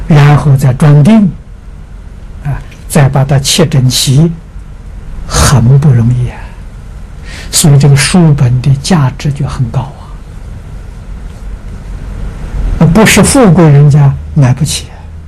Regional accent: Anhui, China; 民国初年，那时候我知道我们家乡啊，好像安徽省呢，这一个省听说只有两套大藏经

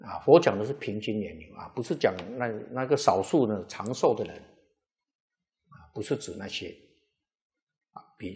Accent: Taiwan

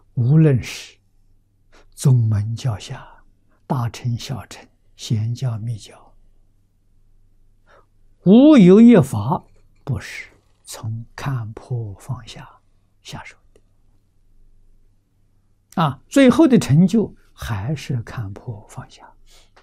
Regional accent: China; 现在我们中国人造弥勒菩萨的像

